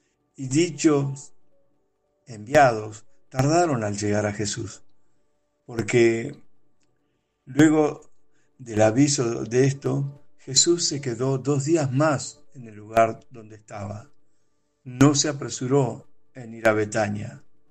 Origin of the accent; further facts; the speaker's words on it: Argentina; soy de Argentina